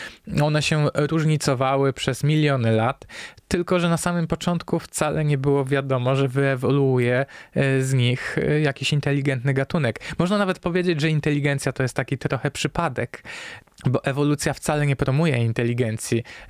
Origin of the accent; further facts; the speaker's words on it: Kraków, Lesser Poland, Poland; Kraków, czyli moje rodzinne miasto